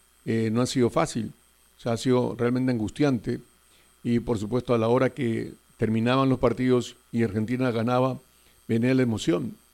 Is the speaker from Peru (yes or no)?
yes; Peru